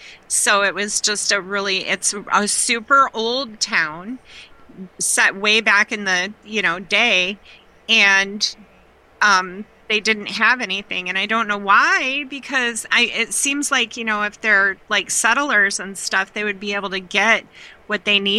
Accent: Michigan, United States; now in Oregon, United States; when I grew up in Michigan

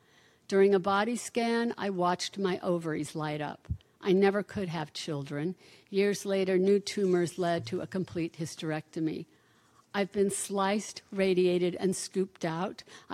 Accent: Salt Lake City, Utah, United States; I grew up in Salt Lake City, Utah, during the years of above-ground testing.

